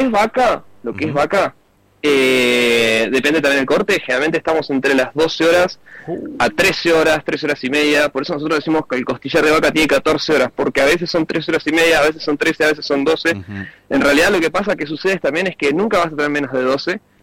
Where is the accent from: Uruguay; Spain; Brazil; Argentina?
Argentina; La Plata, Buenos Aires Province; moved away as an adult; now in Cipolletti, Argentina; Yo soy platense, pero me raptó hace ya como 3 años, me trajo para acá.